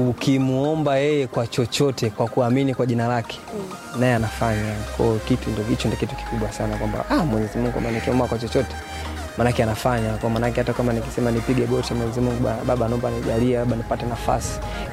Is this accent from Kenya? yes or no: no; Tanzania; Mimi kama Mtanzania nimejisikia faraja kulitumikia taifa langu